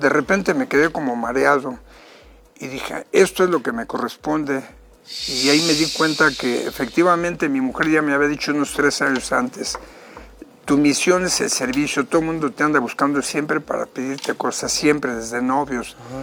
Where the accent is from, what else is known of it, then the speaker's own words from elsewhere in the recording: Mexico City, Mexico; somos de la Guerrero.